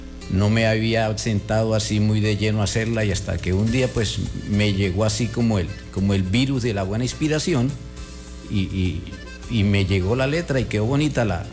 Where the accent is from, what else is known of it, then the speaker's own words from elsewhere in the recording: Ocaña, Norte de Santander, Colombia; now in Cúcuta, Colombia; Yo soy de Ocaña, pero vivo acá en Cúcuta hace mucho tiempo.